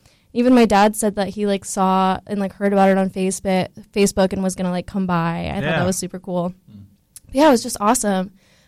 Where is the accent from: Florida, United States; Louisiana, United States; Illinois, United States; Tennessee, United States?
Florida, United States; Orlando; I love Orlando. And it hasn't always been like that for me. Like, this is my hometown.